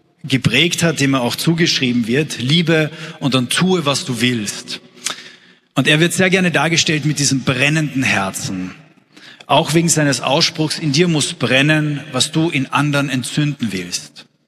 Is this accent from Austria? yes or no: yes; Carinthia, Austria; moved away; Dort, wo ich herkomme, wäre es wahrscheinlich doppelt so laut jetzt gewesen. Ich komme nämlich ursprünglich aus Kärnten.